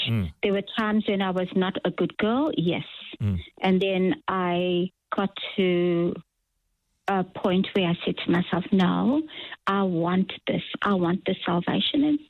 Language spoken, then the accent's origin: English; Durban, KwaZulu-Natal, South Africa; I was born in Durban in 1958, and that's where I was raised